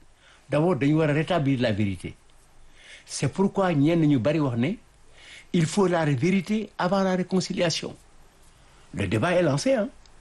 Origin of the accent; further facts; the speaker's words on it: Senegal; Nous sommes Sénégalais.